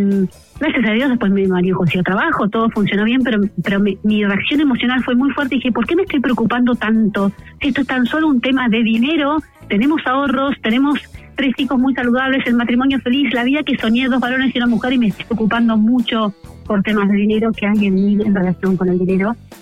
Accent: Argentina; moved away as an adult; also born or lived in England / Chile; yo soy argentina, viví 9 años en Inglaterra y tuvimos a nuestros primeros 2 hijos, después en Chile

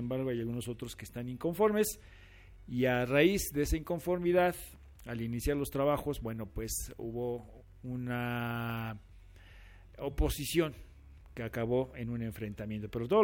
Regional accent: Chiautempan, Tlaxcala, Mexico; Para quienes somos de Santana, ahí cerquita, bueno, pues está el Llanito, la unidad habitacional del Llanito

